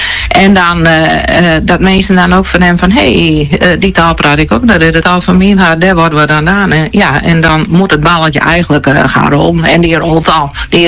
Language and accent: Dutch; Gerkesklooster, Friesland, Netherlands; ik kom zelf uit Gerkenskloster Stroobos.